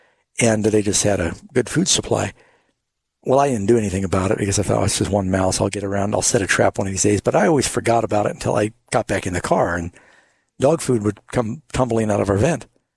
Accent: New York City, New York, United States; Yeah, well, I grew up largely in New York City

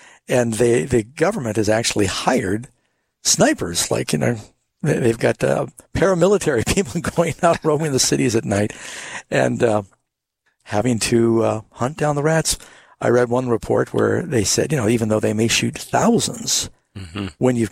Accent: New York City, New York, United States; Yeah, well, I grew up largely in New York City

